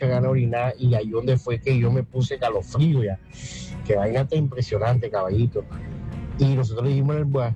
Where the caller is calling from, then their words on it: Barranquilla, Atlántico, Colombia; Te hablo desde Barranquilla.